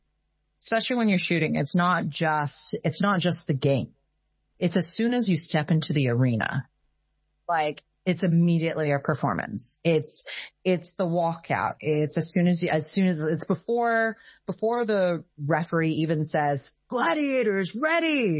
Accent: Ap Lei Chau, Hong Kong; I think as a child, like, I didn't even feel American, like, growing up. I grew up in Aple Chow in Hong Kong.

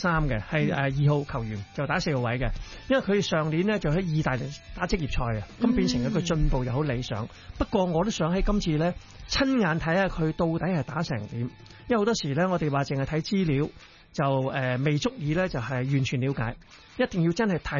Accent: Hong Kong; 我哋香港人

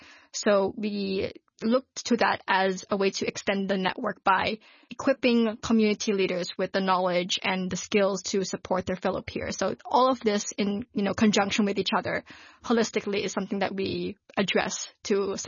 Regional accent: Hong Kong; And I guess as a Filipino, I do feel that in a sense, I am quite privileged in the way that I'm able to adapt to the Hong Kong culture because I was raised in it. I know Chinese and I have family living here with me.

